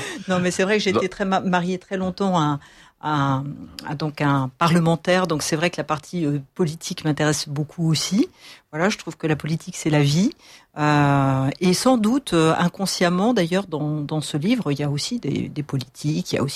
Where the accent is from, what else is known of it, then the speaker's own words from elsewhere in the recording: Lyon, Auvergne-Rhône-Alpes, France; Moi je suis lyonnaise. Je suis née à Lyon il y a quelques années déjà